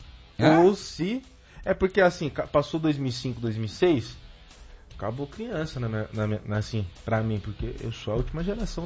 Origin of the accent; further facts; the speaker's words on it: Brazil; todos somos brasileiros.